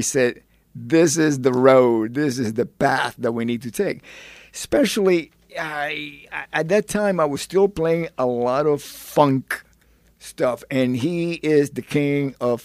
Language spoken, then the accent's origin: English; Florida, United States; it's the style of music that I grew up playing in Florida.